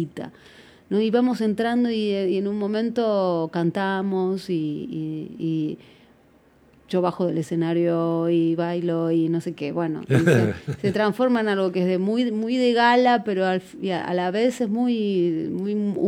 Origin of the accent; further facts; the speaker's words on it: Argentina; siendo yo argentina y sin hablar inglés, como como mi segunda lengua. Yo conocía, entendía, podía hablar un poco, pero no ni lo pronunciaba exactamente prolijamente bien